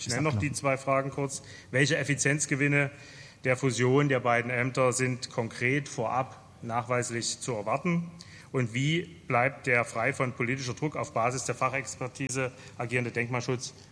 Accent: Dresden, Saxony, Germany; Der Exkurs in meine Heimatstadt Dresden

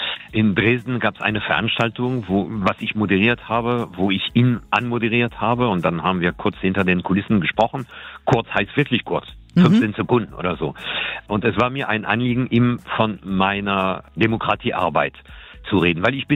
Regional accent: France; now in Germany; Ich bin mittlerweile auch Deutscher. Also ich bin Franzose und Deutscher.

